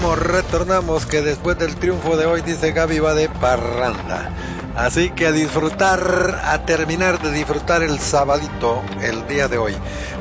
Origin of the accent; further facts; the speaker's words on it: Honduras; moved away; Pude ver a Pelé allá en mi país hace muchísimos años, antes de que se retirara, después de ganar en el 70 en México, en un partido frente a Olimpia, en el Estadio Nacional de Tegucigalpa.